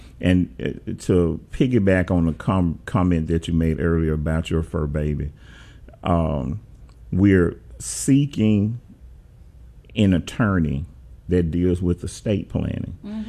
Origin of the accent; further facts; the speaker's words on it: Memphis, Tennessee, United States; say I'm from South Memphis.